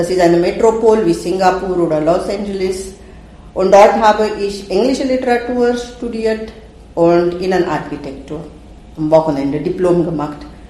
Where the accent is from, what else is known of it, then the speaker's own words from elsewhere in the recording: Mumbai, Maharashtra, India; German is a second language; moved away as an adult; also born or lived in Vechta, Germany; now in Görlitz, Germany; Ich bin in Indien geboren und ich bin auch dort aufgewachsen. Ich war 24 Jahre alt und ich bin hier geheiratet mit einem Lateinlehrer und ich bin 1990, so etwa